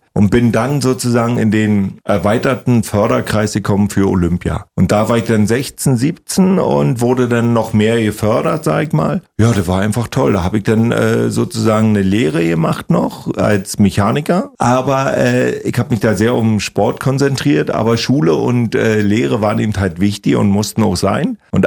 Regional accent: East Germany, Germany; ich meine, ich komme zwar aus dem Osten, da war das alles nicht so schlimm, mit nackig rumrennen.

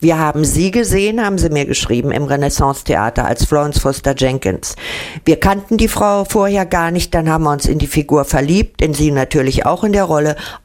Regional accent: Berlin, Germany; was ich eigentlich als Berlinerin zu bieten habe.

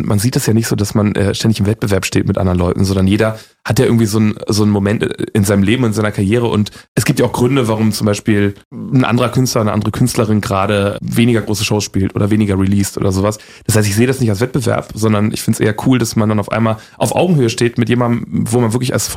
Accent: Hanover, Lower Saxony, Germany; Ich komme ja aus Hannover, in Niedersachsen

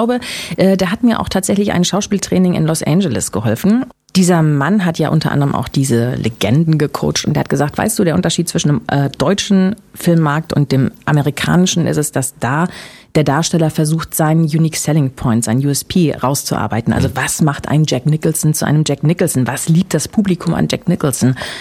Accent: Berlin, Germany; Weißt du, ich bin ja Berliner.

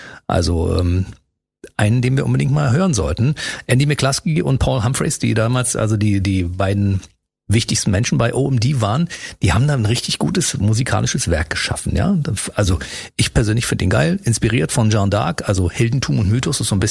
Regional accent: East Germany, Germany; Ich bin aus dem Osten, wir hatten keine Leopardenhosen, Freunde.

